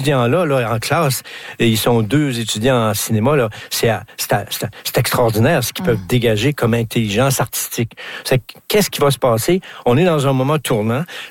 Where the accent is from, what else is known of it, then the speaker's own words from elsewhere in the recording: Quebec, Canada; accent: Québécois; Quand ils entendaient mon accent québécois